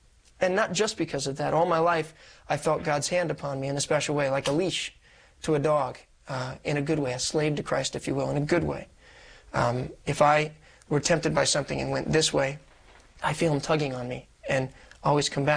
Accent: Columbus, Ohio, United States; I'm born and raised in Columbus, Ohio.

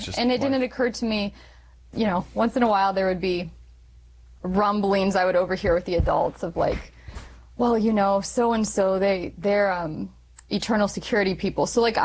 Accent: Indiana, United States; I grew up around Indiana until I was in middle school.

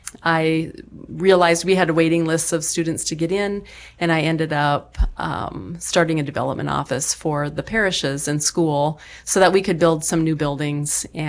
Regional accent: Crofton, Nebraska, United States; I grew up in Crofton, Nebraska, just across the border. Grew up in a kind of a bubble, I always say. It was a pretty idyllic way to grow up. Just, you know, a wonderful family on a farm.

